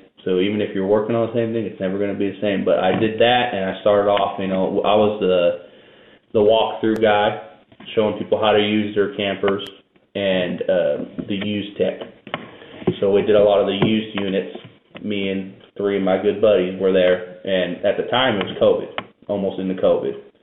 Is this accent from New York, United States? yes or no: no; California, United States; I'm from California, so I started in California.